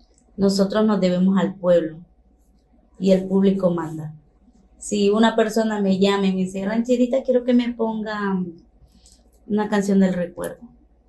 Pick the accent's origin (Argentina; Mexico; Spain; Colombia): Mexico; Tepetitán; nací en Tepetitán, todo el tiempo he vivido ahí